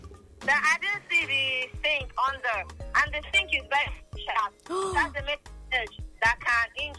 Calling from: Port Harcourt, Rivers, Nigeria; I'm calling from Rumus Flyover in Port Harcourt.

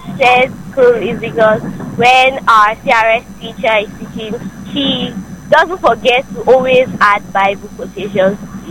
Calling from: Port Harcourt, Rivers, Nigeria; I'm calling you from Port Harcourt.

